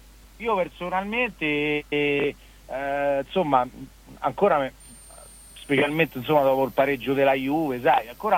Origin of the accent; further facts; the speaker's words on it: Rome, Lazio, Italy; io sono da Roma, quindi più andiamo su in una competizione più sono contento.